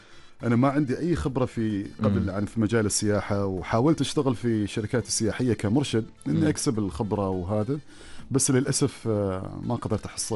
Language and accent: Arabic; Oman; نحن كعمانيين يعني ما شاء الله كل حد ترى يحاول يدور شيء جديد.